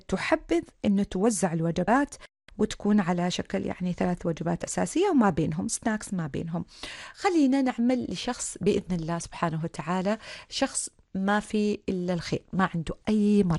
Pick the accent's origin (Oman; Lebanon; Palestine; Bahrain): Oman; احنا تو عمانيين، احنا نحب الخبز، نحب الخال